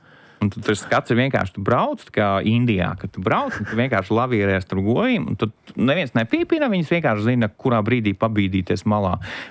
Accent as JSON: {"language": "Latvian", "region": "Latgale", "country": "Latvia", "said": "es pats esmu no Latgales"}